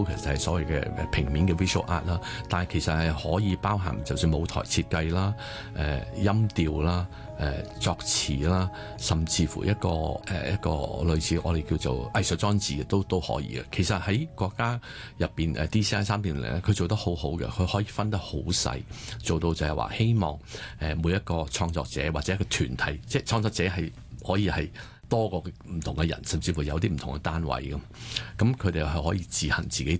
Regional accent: Hong Kong

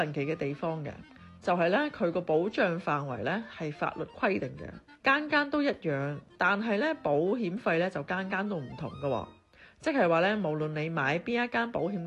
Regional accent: Hong Kong

